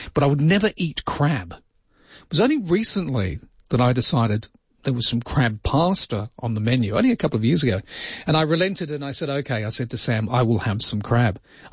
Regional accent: South Africa; When I was in growing super up in, league, when I grew up in South Africa

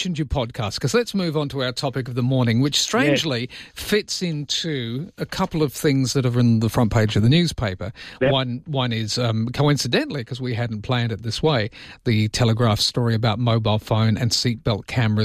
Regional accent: Australia; that is the larrikin element of being Australian and taking the piss out of ourselves

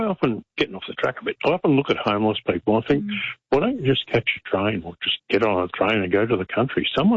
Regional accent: Castlemaine, Victoria, Australia; I was brought up in Castlemaine, and obviously we had the jail up on the hill back then

